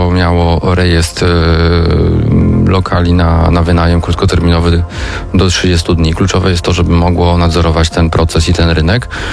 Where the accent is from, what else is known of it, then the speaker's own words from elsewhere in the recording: Warsaw, Masovian Voivodeship, Poland; Dla mnie jest kwestia jedna, jestem warszawiakiem i dbam o mieszkańców